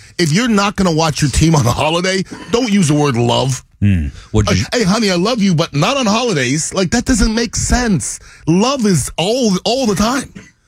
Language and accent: English; Montreal, Quebec, Canada; moved away; And I grew up in Montreal.